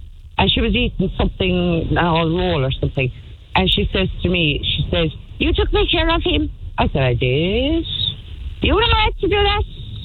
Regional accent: Munster, Ireland; accent: Kerry; I have all my Kerry accent out today.

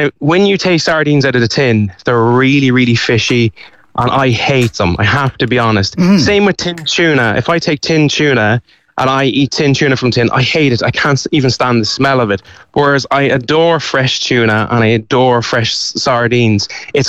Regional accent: Cavan, Ulster, Ireland; now in Dublin, Ireland; I'm originally from Cavan. I can't tell you. I'd get them in Cavan, to be honest.

